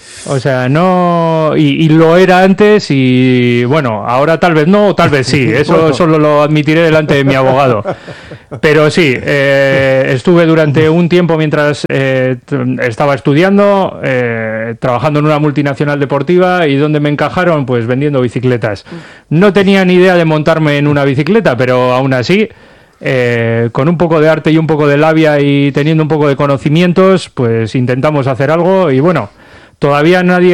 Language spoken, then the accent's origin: Spanish; Santurtzi, Basque Country, Spain; reivindico mi procedencia, porque yo soy de Santurchi, pero por encima de eso soy de Cabieces.